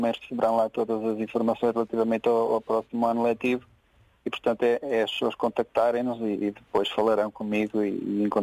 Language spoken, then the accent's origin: Portuguese; Cujó, Viseu, Portugal; now in Vila Nova de Gaia, Portugal; Eu sou natural de uma aldeia próxima de Castro Daire, Cujó, Castro Daire, mas vivo em Vila Nova de Gaia desde 2011.